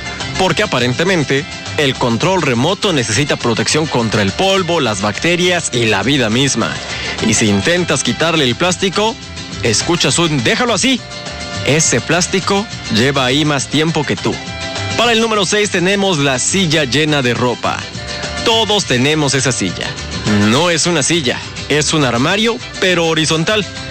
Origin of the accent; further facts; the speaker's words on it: Mexico; Simplemente nacimos mexicanos